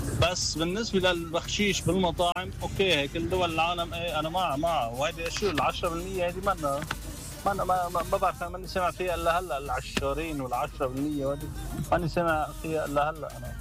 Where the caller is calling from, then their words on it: Lebanon; عندنا بلبنان